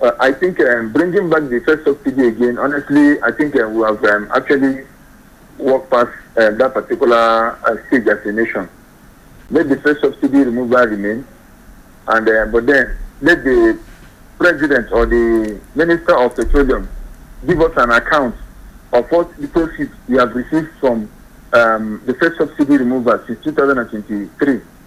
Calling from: Senegal; is calling from Senegal.

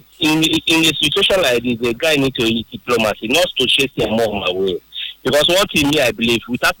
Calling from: Port Harcourt, Rivers, Nigeria; I'm calling from Port Harcourt.

